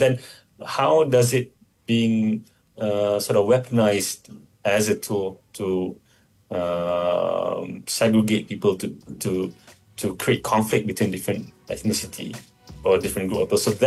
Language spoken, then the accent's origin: English; Kajang, Selangor, Malaysia; I grew up in Kajang. So my neighborhood, you literally have, it was a landed property, terrace houses.